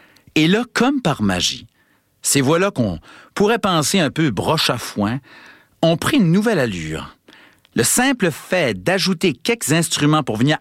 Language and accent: French; Saint-Isidore, New Brunswick, Canada; Moi, j'ai grandi à Saint-Isidore, au Nouveau-Brunswick.